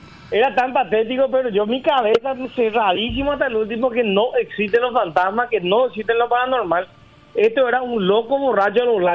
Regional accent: Paraguay; yo soy un paraguayo

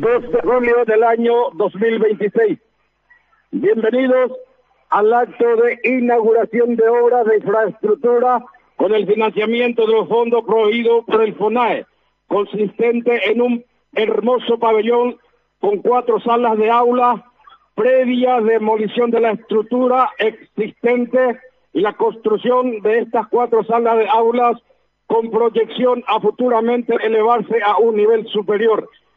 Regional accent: Paraguay; como paraguayos, juntos entonar el himno nacional paraguayo.

